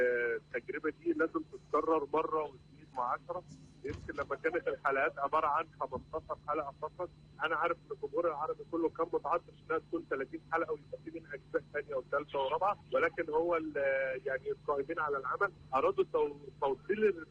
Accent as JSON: {"language": "Arabic", "country": "Egypt", "said": "عكس مثلا إحنا كمصريين مش شايفين المحتل أو ما بتعملش معاه أو مش شايفينه قدامه"}